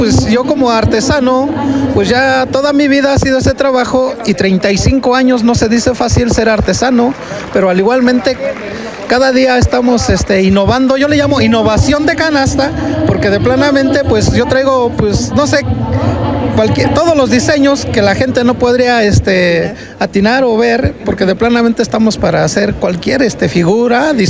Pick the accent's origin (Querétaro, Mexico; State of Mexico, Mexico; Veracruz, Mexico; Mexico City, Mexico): Querétaro, Mexico; Cadereyta; tercera generación y ya tengo 55 años. Entonces él fue el heredero de esa canasta y de ahí siguió. Casualmente la historia es de mi pueblo, se llama Boyecito